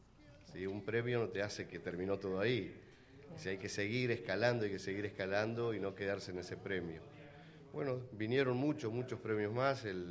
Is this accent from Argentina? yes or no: yes; Cipolletti, Río Negro, Argentina; moved away; soy nativo de Cipolletti, pero le aposté, salí y me fue bien. Y bueno, nuevamente ya radicado acá, en Cipolletti, llevo ya un tiempo nuevamente